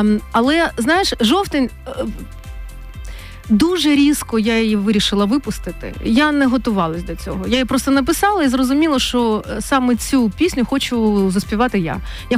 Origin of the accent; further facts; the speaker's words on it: Kyiv, Ukraine; Я корінна киянка. Причому я така киянка, що мій прадідусь був ректором училища Глієра.